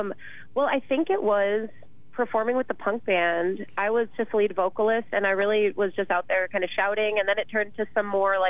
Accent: Phoenix, Arizona, United States; also born or lived in Flagstaff; Yeah, so I wasn't born in Phoenix, but I'm just about born and raised in Phoenix, where we're talking together today. And I lived up in Flagstaff for about 6 years, and that's where I kind of started playing music.

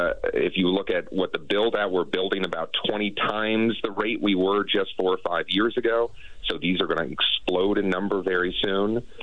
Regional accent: Virginia, United States; outside of Virginia, my hometown, our home state, not built a lot of data centers

